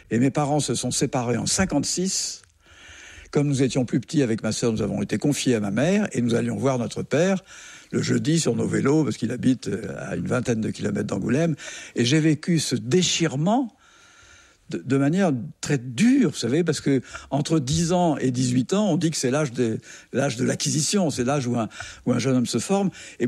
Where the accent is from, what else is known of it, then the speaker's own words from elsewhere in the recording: Algeria; born there; Je suis né en 1944 en Algérie d'un père charentais, mon père était militaire et il était gaulliste, et d'une mère pied-noire.